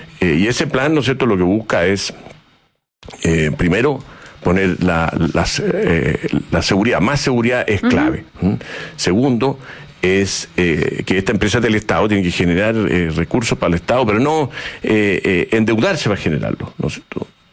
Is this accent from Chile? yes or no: yes; Chile; Ese liderazgo que nos hace ser orgullosos de esta empresa como chilenos, ¿no?